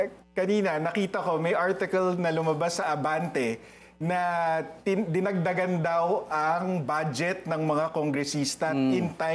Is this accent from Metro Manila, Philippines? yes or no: yes; Marikina, Metro Manila, Philippines; Ang congressman ko kasi si Miro Kimbo. Taga-Marikina ako eh.